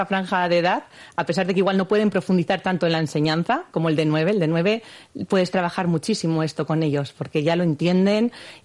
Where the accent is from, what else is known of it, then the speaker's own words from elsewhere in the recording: Gatika, Basque Country, Spain; Yo soy de Gatica, exactamente.